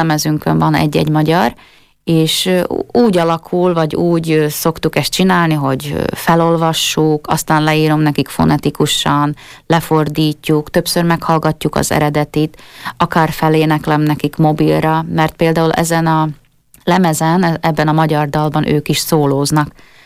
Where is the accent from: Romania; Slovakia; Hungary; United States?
Slovakia; Southern Slovakia; jó magam a felvidéki kislány, vagy felvidéki lány vagyok